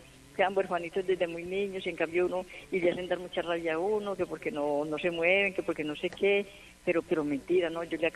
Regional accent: Tarso, Antioquia, Colombia; now in Pereira, Colombia; Mi papá es de Tarso, Antioquia. Nosotros somos de Tarso, Antioquia.

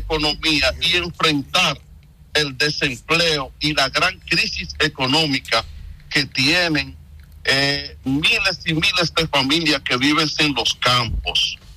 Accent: Dominican Republic

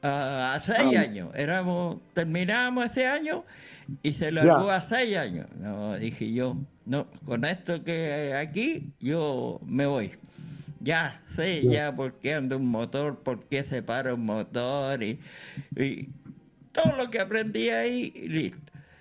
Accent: Isla de Maipo, Santiago Metropolitan Region, Chile; Entonces yo ahí ya me vine a la isla de Maipo.

